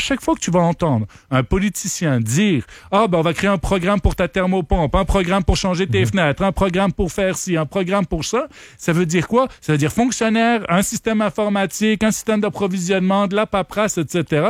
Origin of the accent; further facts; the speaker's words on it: Ottawa, Ontario, Canada; parce qu'écoute, moi je viens d'Ottawa, on l'avait fait à Ottawa de couper de 2 %